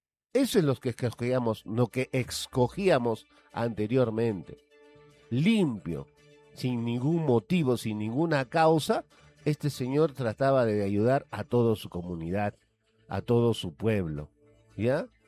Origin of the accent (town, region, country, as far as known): Huancayo, Junín, Peru